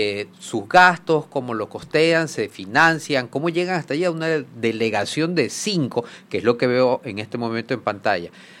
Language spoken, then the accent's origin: Spanish; Guayaquil, Guayas, Ecuador; born there; yo también soy lasallano, pero de La Salle de acá de Guayaquil.